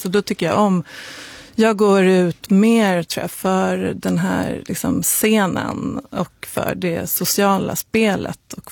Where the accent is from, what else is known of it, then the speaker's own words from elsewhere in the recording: Sweden; jag talade inte om att jag var svensk